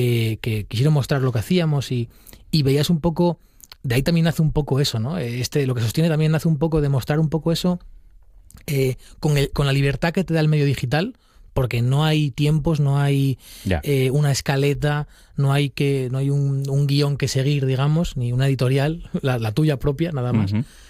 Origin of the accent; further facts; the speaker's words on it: Spain; yo crecí allí en Puerto, no me eduqué, pero bueno, prácticamente allí fue donde empecé a trabajar con ellos